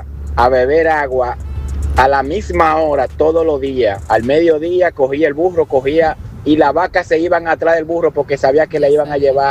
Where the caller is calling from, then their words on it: Jarabacoa, La Vega, Dominican Republic; nosotros somos de Jarabacoa.